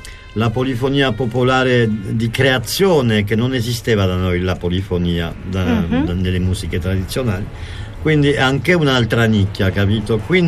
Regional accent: Marseille, Provence-Alpes-Côte d'Azur, France; accent: Marseillais; nel mio dialetto, in marsigliese

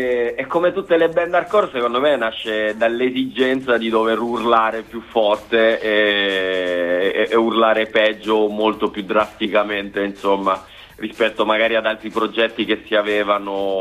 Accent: Lecce, Apulia, Italy; io sono leccese

